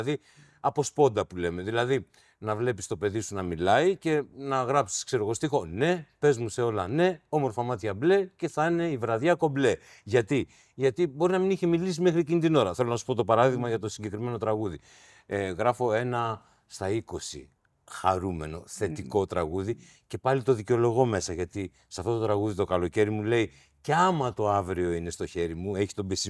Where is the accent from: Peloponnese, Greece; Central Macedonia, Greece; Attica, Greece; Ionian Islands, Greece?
Peloponnese, Greece; Tripoli; Στην Τρίπολη, ναι. Εκεί. Έτσι το ξεκινάω.